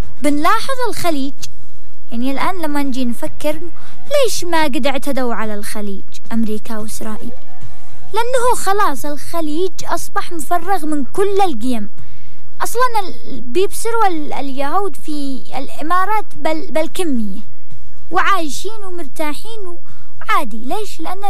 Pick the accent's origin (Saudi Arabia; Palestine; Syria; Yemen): Yemen; عندنا في اليمن